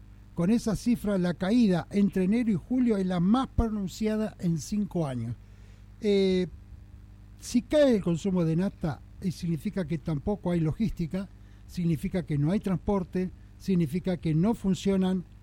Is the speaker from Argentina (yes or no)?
yes; Tierra del Fuego, Argentina